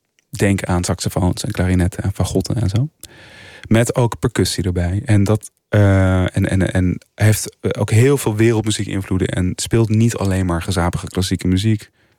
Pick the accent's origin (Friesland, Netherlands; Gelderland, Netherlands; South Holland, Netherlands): Gelderland, Netherlands; Culemborg; Kom ik uit. Ja. En ben ik opgegroeid.